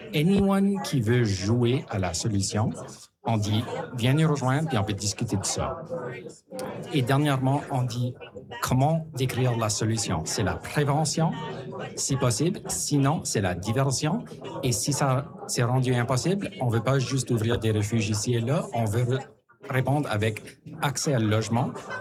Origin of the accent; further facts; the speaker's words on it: Moncton, New Brunswick, Canada; Comme moi, j'ai grandi à Moncton, j'ai parti, j'ai revenu.